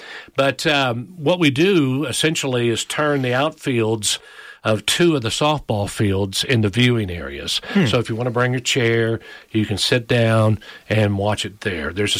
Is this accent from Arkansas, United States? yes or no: yes; Paragould, Arkansas, United States; Now, I wasn't born in Perigold, but I've been there all but 3 years of my life. So I'm from Perigold.